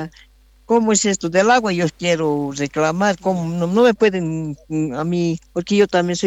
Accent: Catavi, Potosí, Bolivia; soy de aquí de Catavi, nacida catabeña.

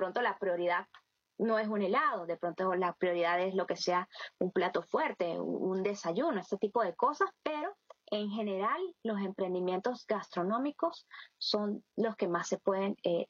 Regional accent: Venezuela

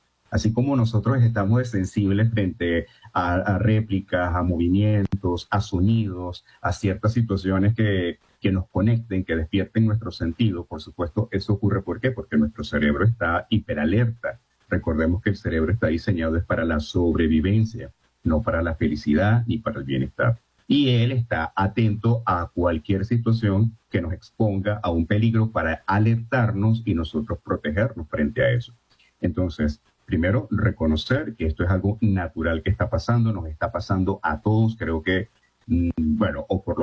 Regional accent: Venezuela; soy, aparte de ser profesional, por supuesto, soy venezolano, soy humano, y esto me conmueve.

